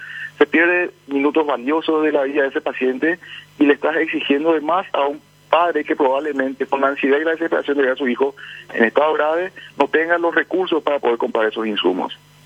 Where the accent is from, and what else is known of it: Paraguay